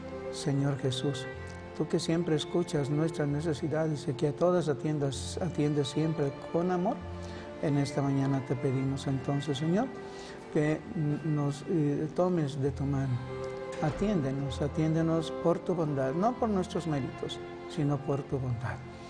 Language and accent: Spanish; Irapuato, Guanajuato, Mexico; Ándale, mi tierra.